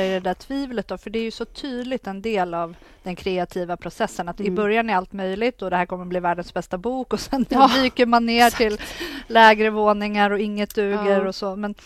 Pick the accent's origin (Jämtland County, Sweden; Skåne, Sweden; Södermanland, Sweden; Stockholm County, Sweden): Stockholm County, Sweden; Åkersberga; Bonddotter från Stora Säby gård här i Åkersberga. Det är säkert många där ute som har plockat jordgubbar på den här gården en gång i tiden. Så där är jag uppvuxen.